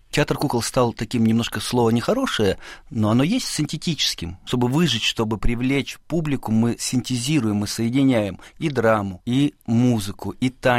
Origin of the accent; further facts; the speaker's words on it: Siberia, Russia; я родом из Сибири, да, там вот из этой той самой тайги